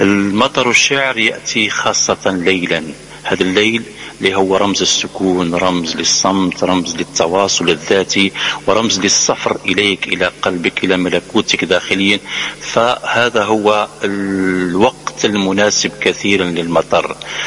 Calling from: Algeria; أنا أحييكم من الجزائر، أحيي مستمعين الكرام، مستمعي داعة تطاوين ومتذوقي الكلمة والأصدقاء في تونس الشقيقة

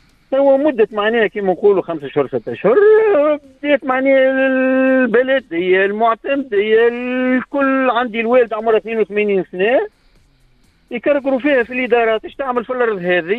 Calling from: Mnihla, Ariana Governorate, Tunisia; من المنيهلة.

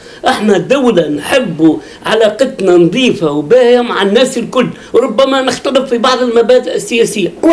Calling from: Tunisia

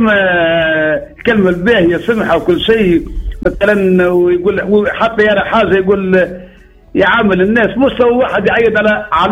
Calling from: Tunisia; عندنا في تونس

